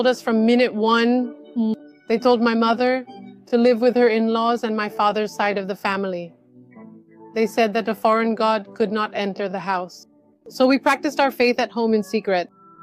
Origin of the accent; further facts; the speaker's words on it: South India, India; now in Barcelona, Spain; I personally came from a very large family of 24 people living at home. We come from the south of India and we were the only ones in the house, me, my mom and my parents, who were Catholic.